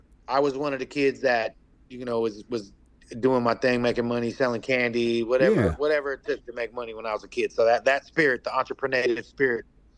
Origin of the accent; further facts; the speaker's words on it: California, United States; I'm out here from California.